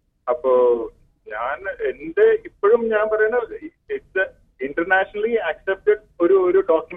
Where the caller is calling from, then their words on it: Ernakulam, Kerala, India; Nadu Ernakulam.